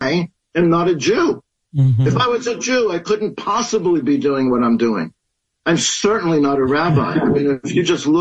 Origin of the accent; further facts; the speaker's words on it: Baltimore, Maryland, United States; the worship place that we built in our town, for me it was Baltimore, that's our temple.